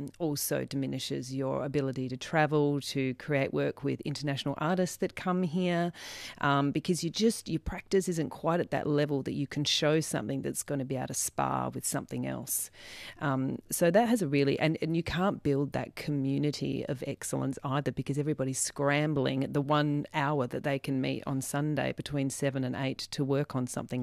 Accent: Barmera, South Australia, Australia; And as a country girl, I'm from Barmera, I know how difficult it is to make your way.

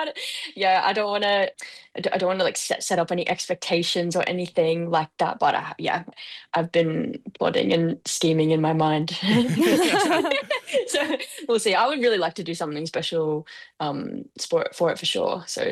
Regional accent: California, United States; like I'm from the Central Coast. So it's not super regional, it's not crazy, it's not rural, you know what I mean?

